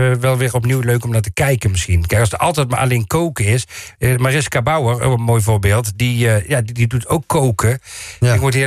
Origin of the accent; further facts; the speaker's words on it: Limburg, Netherlands; ik kom uit Limburg.